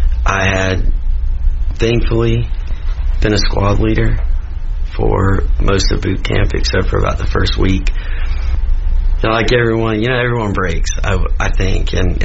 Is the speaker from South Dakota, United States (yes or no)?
no; South Carolina, United States; also born or lived in Mississippi; now in Charlotte, United States; South Carolina's home. I need to take the opportunity, though, to say I was born in Mississippi.